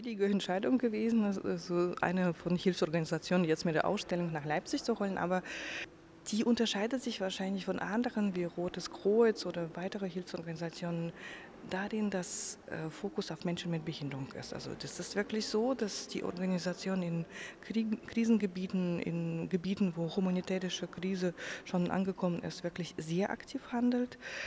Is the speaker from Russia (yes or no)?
yes; Russia; now in Germany; ich komme ja aus Russland